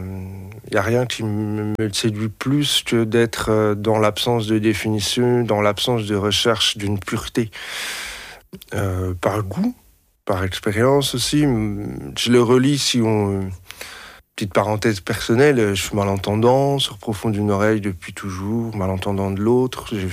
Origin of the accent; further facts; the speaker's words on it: France; now in Belgium; je suis français, excusez-moi, je n'ai pas fait exprès. Et je suis arrivé en Belgique il y a un petit peu, à peine 2 ans